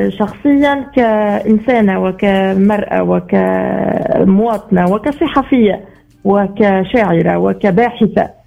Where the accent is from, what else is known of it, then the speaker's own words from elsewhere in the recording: Sousse, Sousse Governorate, Tunisia; ولاية سوسة، ولاية مدينتي أنا من ساكن. وعشت في سوسة وكبرت في سوسة وقيت في سوسة.